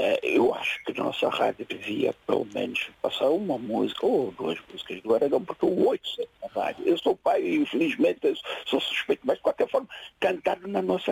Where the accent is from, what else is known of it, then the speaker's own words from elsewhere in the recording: São Tomé, São Tomé & Príncipe; Eu sou originário de São Tomé.